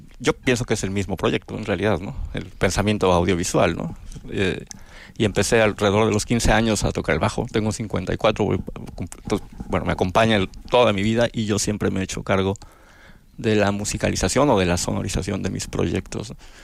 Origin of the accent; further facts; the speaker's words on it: Mexico City, Mexico; born there; Yo sí, nací en Ciudad de México y pensé que estaba desarrollando una tesis que nunca terminé.